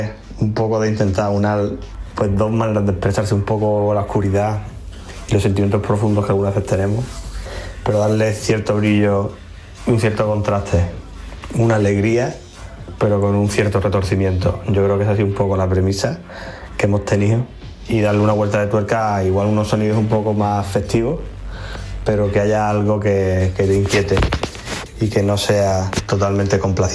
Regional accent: Ceuta, Spain; al final venimos de Ceuta

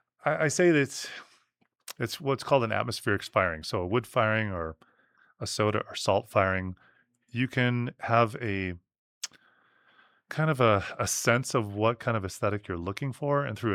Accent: Midwest, United States; I grew up in the Midwest

